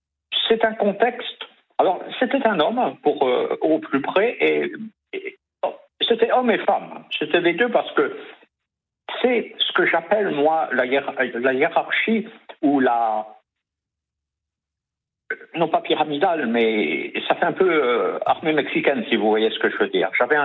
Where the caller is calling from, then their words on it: Île-de-France, France; j'ai 63 ans et je suis en Île-de-France.